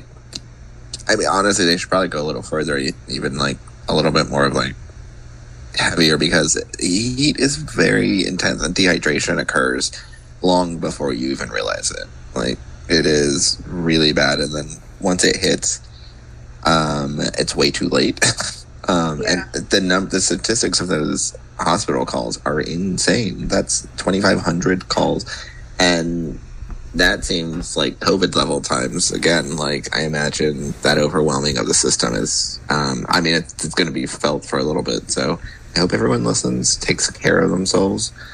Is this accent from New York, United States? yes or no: no; New Mexico, United States; I mean, so, I come from New Mexico, and I was just back there recently